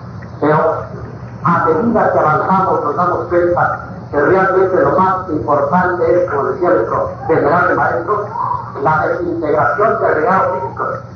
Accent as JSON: {"language": "Spanish", "region": "Oaxaca", "country": "Mexico", "said": "Yo soy de Oaxaca"}